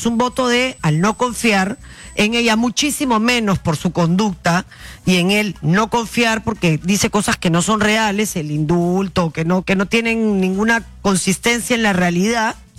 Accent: Tacna, Peru; Y la segunda mayor votación ha sido en Tacna, mi tierra también, muchas gracias.

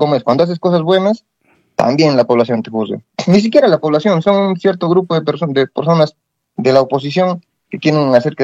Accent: Villarrica, Pasco, Peru; yo soy de Villarrica, la población me conoce

